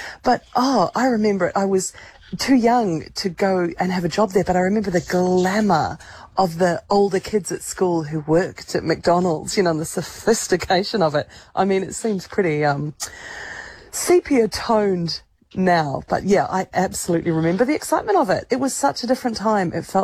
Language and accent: English; Christchurch, Canterbury, New Zealand; I grew up in Christchurch